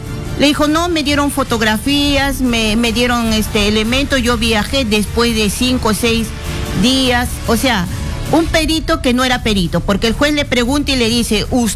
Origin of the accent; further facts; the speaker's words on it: Lima, Peru; no recuerdo muy bien porque soy de Lima